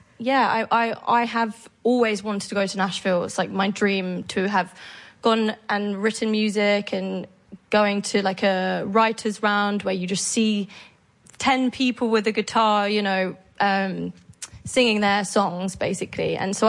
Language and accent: English; Brighton, South East England, United Kingdom; moved away; also born or lived in London; So I had to stay in London. I'm from Brighton, and it was all happening in London.